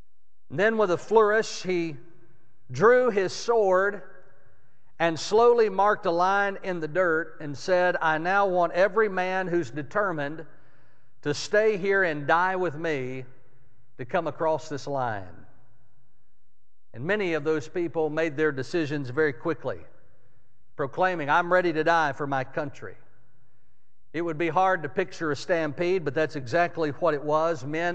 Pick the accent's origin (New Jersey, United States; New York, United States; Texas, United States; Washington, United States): Texas, United States; the love that I have for my home state